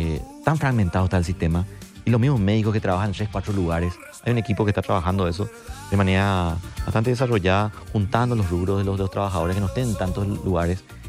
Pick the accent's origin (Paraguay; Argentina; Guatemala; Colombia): Paraguay; Yo creo que el rol como mujer paraguaya